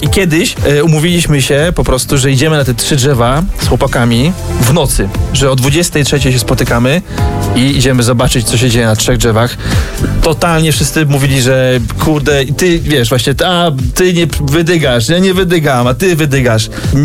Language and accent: Polish; Bojków, Silesian Voivodeship, Poland; Ja mam taką historię u mnie w Bojkowie, zawsze była taka legenda